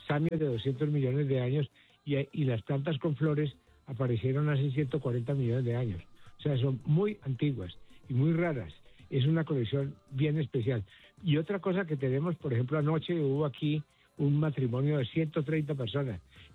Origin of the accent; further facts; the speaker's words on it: Colombia; de Colombia, la gente me dice, ¿de Colombia?